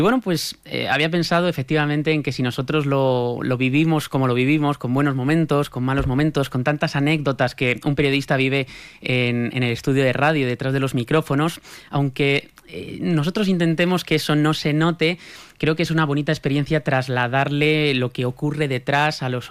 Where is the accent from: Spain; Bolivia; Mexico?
Spain; Guadalajara, Castilla-La Mancha; yo de siempre, yo soy de aquí de Guadalajara, llevo un año aquí viviendo y efectivamente trabajo en Madrid.